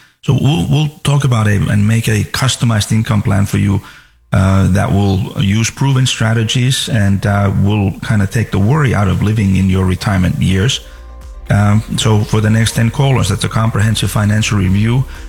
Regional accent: Finland; born or raised there; now in Florida, United States

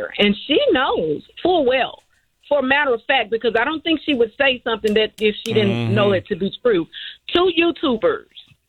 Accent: Indianola, Mississippi, United States; Indianola, Mississippi.

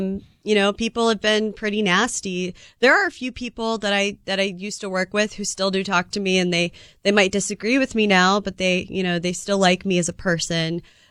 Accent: Kansas City, Missouri, United States; because I grew up in the middle of the country. I'm from Kansas City, Missouri, and I came from a Democratic Union family.

